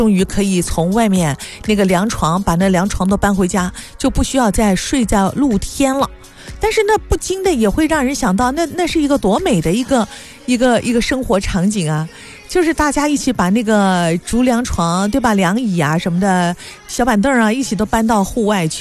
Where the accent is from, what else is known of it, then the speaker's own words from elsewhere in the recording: China; 我们这个亚洲人一点不友好，特别是对中国人，我们从小就是吃着热乎东西长大的